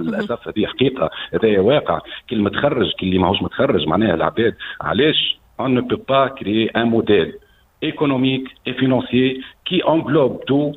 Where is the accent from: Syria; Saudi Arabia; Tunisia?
Tunisia; North West Tunisia; أنا أصلي من الشمال الغربي في كبرت